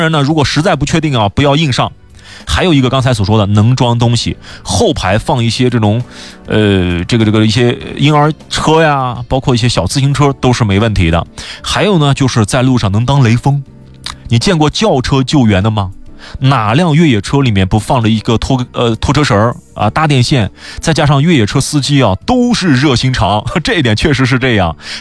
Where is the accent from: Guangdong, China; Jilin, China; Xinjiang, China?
Xinjiang, China; 为什么我们新疆人爱买 SUV？